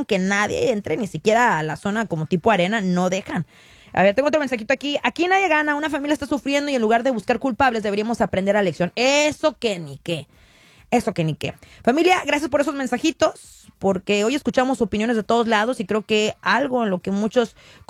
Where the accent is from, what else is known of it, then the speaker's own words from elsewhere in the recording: Rosarito, Baja California, Mexico; born there; yo soy de Rosarito, Baja California, y mi abuelita, que ahí me la pasaba todo el día, vive a 2 cuadras del mar.